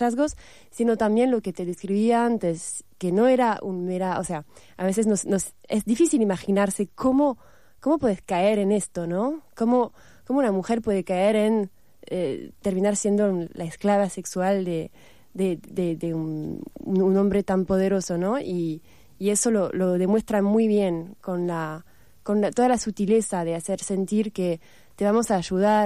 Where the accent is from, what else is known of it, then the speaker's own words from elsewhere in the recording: Paris, Île-de-France, France; born there; Spanish is a second language; tu ciudad donde naciste, que es esa ciudad de la moda, del brillo, de la fashion